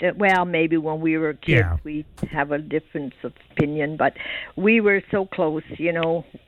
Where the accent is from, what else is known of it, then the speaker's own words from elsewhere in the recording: Ontario, Canada; born there; moved away as an adult; also born or lived in Netherlands; I moved to Ontario from Holland in 53.